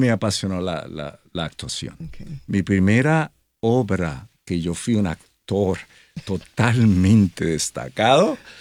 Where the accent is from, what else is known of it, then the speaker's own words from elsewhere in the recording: Caguas, Puerto Rico; born there; Yo llegué a Caguas cuando tenía 6 años de edad.